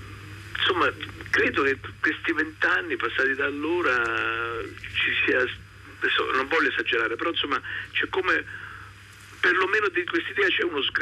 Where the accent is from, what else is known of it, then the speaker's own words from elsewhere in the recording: Rome, Lazio, Italy; ne rimasi anche piuttosto impressionato, non in quanto romano naturalmente, ma in quanto italiano.